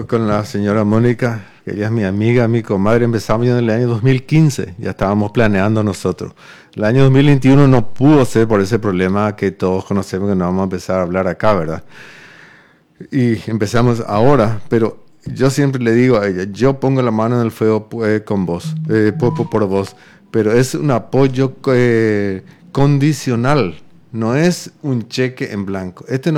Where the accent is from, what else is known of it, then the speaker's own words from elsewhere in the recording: Encarnación, Itapúa, Paraguay; also born or lived in United States; now in Nueva Alborada, Paraguay; yo soy hijo adoptivo de Nueva Alborada, soy encarnaceno, me vine acá y realmente es como si hubiese nacido acá.